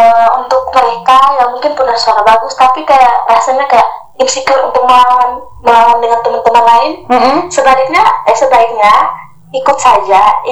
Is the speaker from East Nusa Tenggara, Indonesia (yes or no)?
yes; East Nusa Tenggara, Indonesia; Karena kalau saya menyanyikan … ini kan lagunya dari NTT nih, sedangkan saya dari NTT.